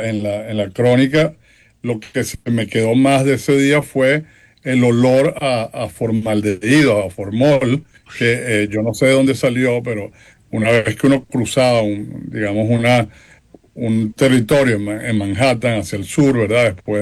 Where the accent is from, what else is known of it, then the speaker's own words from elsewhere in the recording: Venezuela; bueno, yo soy venezolano de origen